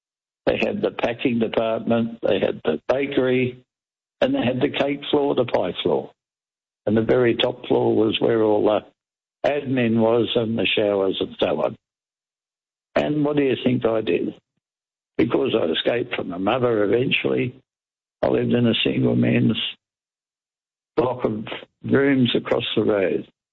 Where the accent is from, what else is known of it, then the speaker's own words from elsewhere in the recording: Sydney, New South Wales, Australia; true blue Sydney boy.